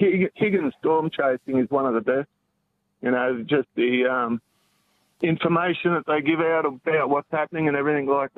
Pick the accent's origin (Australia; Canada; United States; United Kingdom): Australia; Cronulla, New South Wales; I grew up in the Shire, at Cronulla, and, moved up the coast.